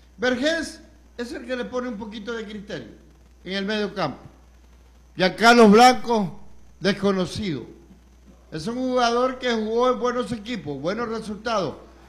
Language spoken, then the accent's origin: Spanish; Santa Ana, Manabí, Ecuador; now in Manta, Ecuador; somos de Santana, no Olmedo.